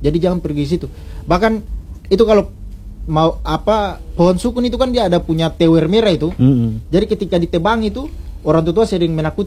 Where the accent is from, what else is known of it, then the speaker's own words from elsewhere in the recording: Yamdena Island, Maluku, Indonesia; Kampung saya itu di Kilmasa, persisnya itu di Pulau Yamdena, itu di Kecamatan Kormomolin. Nah, kampung saya itu di pesisir pantai